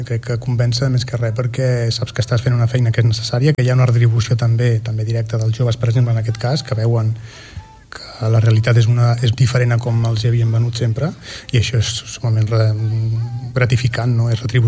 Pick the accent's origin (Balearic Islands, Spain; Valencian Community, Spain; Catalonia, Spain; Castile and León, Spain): Catalonia, Spain; Girona; moved away as an adult; also born or lived in Barcelona; Jo sóc de Girona